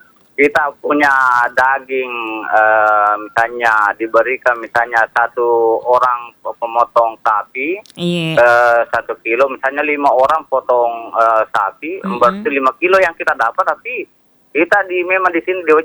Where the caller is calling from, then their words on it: Belawa District, South Sulawesi, Indonesia; di kampung saya ini peduli yang rasa sosialnya keluarga di sini di Kecamatan Belawa sangat tinggi memang.